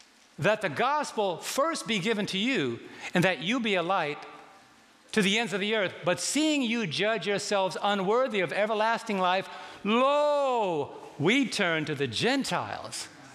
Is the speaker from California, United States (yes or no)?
no; New York City, New York, United States; I was raised in New York City